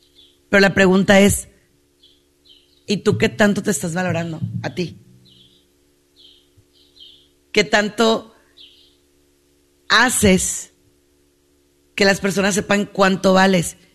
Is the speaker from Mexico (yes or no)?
yes; Mexico; de nosotros que somos mexicanos, pues somos muy vigueros, muy groseros